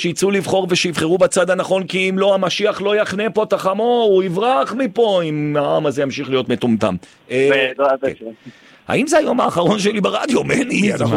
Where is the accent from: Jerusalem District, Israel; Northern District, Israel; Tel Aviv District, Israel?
Jerusalem District, Israel; Jerusalem; ירושלמי לירושלמי